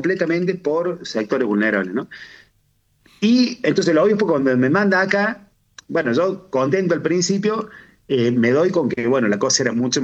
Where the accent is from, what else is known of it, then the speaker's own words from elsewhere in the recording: Córdoba, Argentina; A ver, yo nací en Barrio Comercial, que es un barrio muy pobre